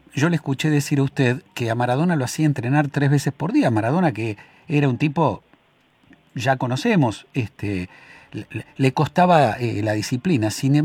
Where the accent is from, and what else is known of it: Argentina